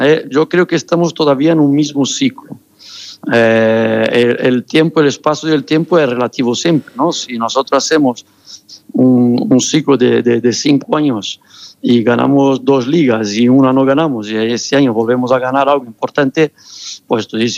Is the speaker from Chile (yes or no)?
no; Brazil; Spanish is a second language; moved away as an adult; Yo soy brasileño al 100% en el aspecto deporte y con un equipo. En el aspecto música, te va gustando cada vez más la música española, cosas que se hacen, pero también soy mucho más raíces brasileña.